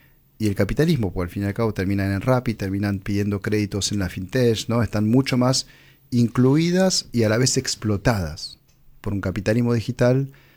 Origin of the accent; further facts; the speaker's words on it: Argentina; en un país como nuestro, Argentina